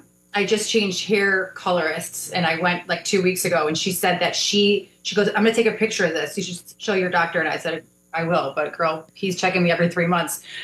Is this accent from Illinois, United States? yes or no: yes; Crystal Lake, Illinois, United States; Actually, I grew up in Crystal Lake, so I grew up in a lake town